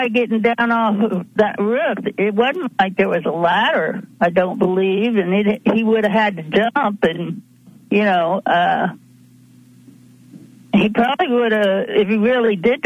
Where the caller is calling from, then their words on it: Kansas, United States; … in Kansas.